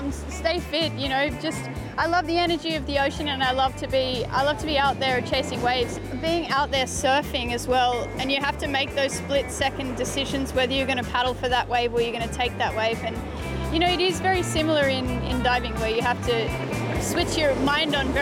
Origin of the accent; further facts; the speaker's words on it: Newcastle, New South Wales, Australia; It's a part of where I come from. You know, I grew up in Australia, in Newcastle, in a coastal town.